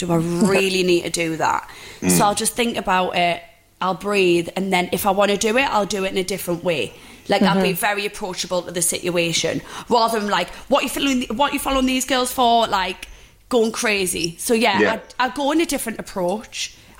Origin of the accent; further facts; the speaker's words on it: North East England, United Kingdom; accent: Geordie; We're Geordie girls, and we are renowned for being, like, a bit cray-cray. But that's us, like, that's our nature.